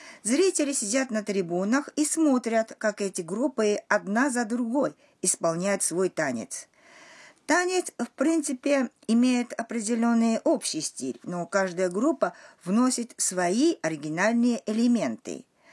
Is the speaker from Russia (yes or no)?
no; Tokushima, Japan; Например, в моем родном городе, в префектуре Токусима на острове Сикоку, каждый год в середине августа проходит фестиваль